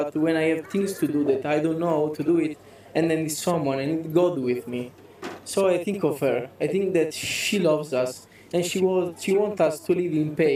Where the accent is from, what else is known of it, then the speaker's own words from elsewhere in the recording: Italy; I'm from Italy.